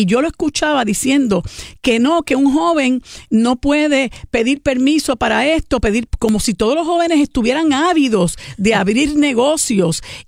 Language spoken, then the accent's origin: Spanish; Puerto Rico; Y porque nosotros como puertorriqueños, contrario a lo que él pretende forzar en el país, nosotros consideramos a los 18 años, a nuestros jóvenes, los consideramos como niños.